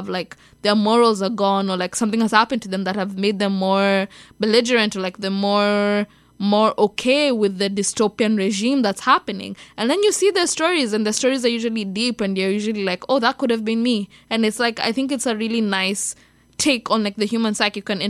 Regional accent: Kenya; because Lupita Nyong'o is Kenyan and I'm Kenyan.

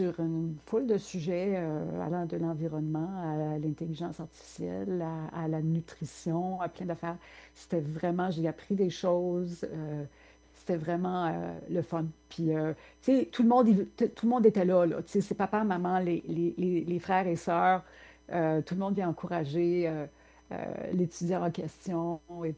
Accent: Ontario, Canada; also born or lived in Montreal

